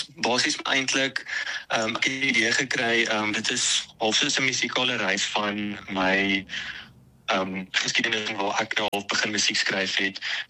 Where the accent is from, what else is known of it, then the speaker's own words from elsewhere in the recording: Pretoria, Gauteng, South Africa; Okay, so ek is gebore in Pretoria. Ek het groot geword in die Moot area en my pa was vir baie jare orrelis gewees in die kerk.